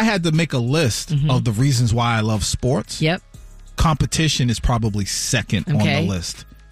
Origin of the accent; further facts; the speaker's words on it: Boston, Massachusetts, United States; I'm not from New York either, from Boston.